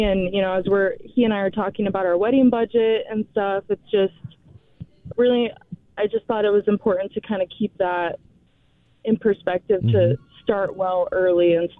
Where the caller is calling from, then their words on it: Lincoln, Nebraska, United States; Lincoln, Nebraska.